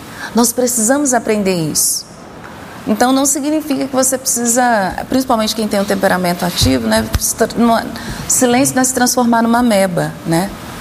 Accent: São Jerônimo, Ceará, Brazil; Eu sou de São Jerônimo, no Ceará.

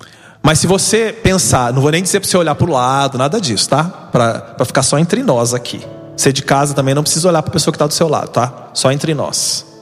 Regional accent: Paraná, Brazil; moved away; Você está no Sul, da onde eu sou, do Paraná?

